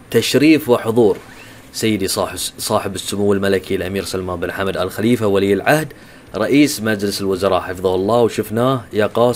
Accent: Bahrain; بالنسبة لنا كبحرينيين

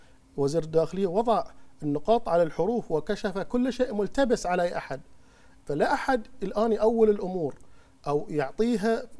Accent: Bahrain; احنا بلد عربي مسلم

